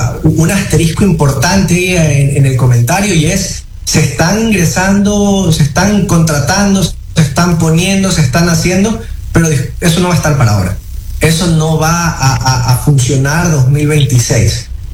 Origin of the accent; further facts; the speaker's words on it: Ecuador; Así como los ecuatorianos de a pie pagamos en nuestra casa los 20, 30, 100, hasta $200 de nuestra planilla porque lo usamos.